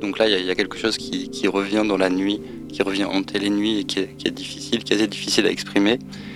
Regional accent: France

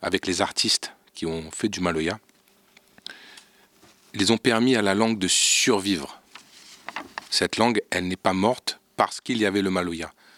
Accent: Réunion; born there; moi, je suis né à La Réunion. Mes parents sont allés à La Réunion il y a 50 ans. C'est très longtemps. Et ils y sont morts. La Réunion, c'est chez moi. Et en même temps, j'ai eu cette double culture parce que mes parents venaient de métropole, de France.

